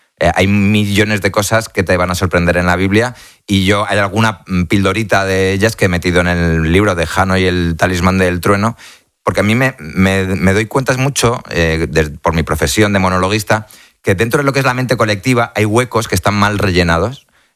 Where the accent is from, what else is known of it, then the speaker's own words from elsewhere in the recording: Spain; Esto está hecho precisamente porque yo soy español y yo he estado ahí.